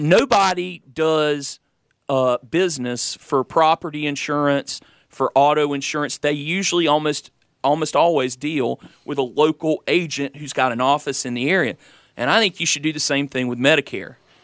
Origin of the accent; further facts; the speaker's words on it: Conway, South Carolina, United States; I'm from Conway, live in Conway.